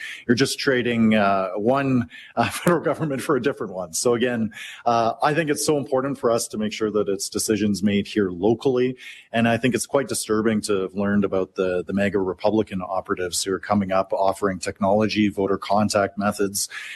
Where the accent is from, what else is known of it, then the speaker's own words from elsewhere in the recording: Canada; Obviously, we're not a perfect country, but for me, I'm Canadian through and through. I'm not a transactional Canadian. I'm not a conditional Canadian.